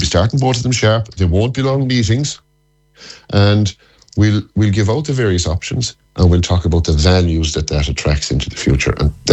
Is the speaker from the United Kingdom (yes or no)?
no; Connacht, Ireland; I come from East Galway. The Slievochty Mountains in East Galway.